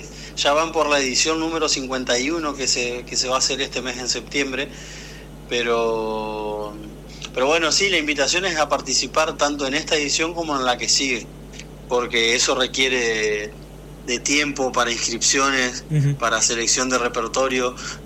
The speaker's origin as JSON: {"language": "Spanish", "country": "Argentina"}